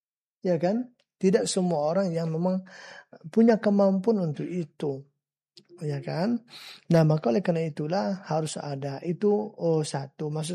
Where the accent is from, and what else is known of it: Kampar, Riau, Indonesia